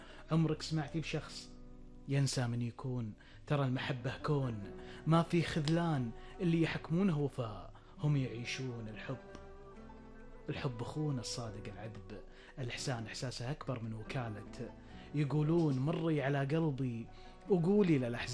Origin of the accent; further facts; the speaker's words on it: Jahra, Jahra Governorate, Kuwait; أنا لما أتكلم عن الجهرة أتكلم عن أتكلم عن مسقط رأسي، أتكلم عن حياتي، عن طفولتي، عن شوارعها